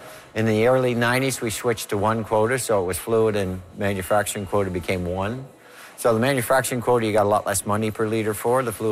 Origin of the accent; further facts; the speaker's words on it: Sussex, New Brunswick, Canada; I'm from Sussex and it's the heart of the dairy industry in New Brunswick.